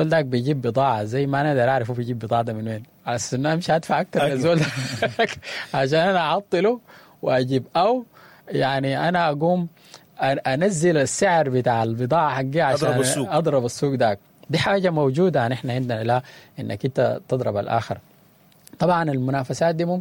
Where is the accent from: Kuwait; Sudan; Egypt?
Sudan; احنا كسودانيين يعني نحن ناس متدينين